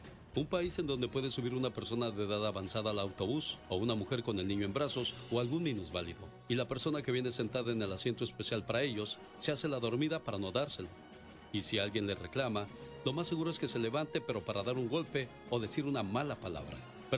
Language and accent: Spanish; Mexico